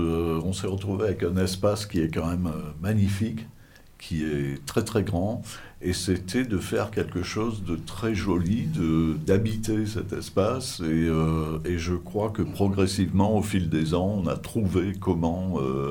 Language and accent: French; Clermont-l'Hérault, Occitanie, France; je suis de Clermont, mais je ne pratique pas à Clermont.